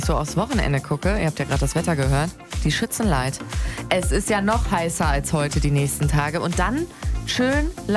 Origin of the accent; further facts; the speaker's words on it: Meerbusch, North Rhine-Westphalia, Germany; Langlatum, ne, meine Heimat in Meerbusch, ist Vogelschießen und ich will im Zelt feiern.